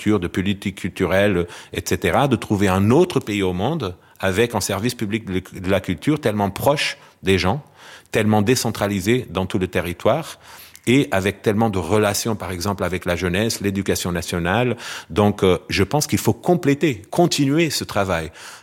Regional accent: Portugal; et ça j'ai le droit de le dire en tant que Portugais, sans être chauvin

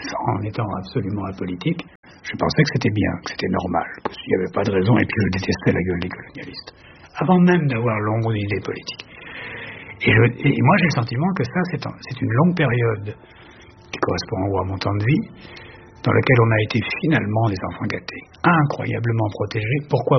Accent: Paris, Île-de-France, France; Moi, je suis né à Paris.

